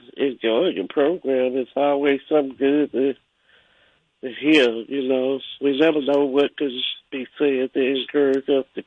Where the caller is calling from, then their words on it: Birmingham, Alabama, United States; I'm from Birmingham, Alabama.